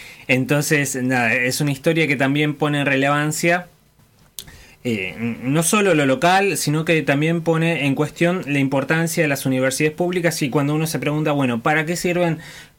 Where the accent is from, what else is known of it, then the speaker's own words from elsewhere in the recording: Neuquén, Argentina; also born or lived in Quilmes; También soy neuquina, porque si no se ofenden